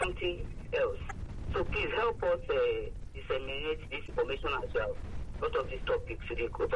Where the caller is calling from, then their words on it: Lagos, Nigeria; I'm calling from Jakonde Estate.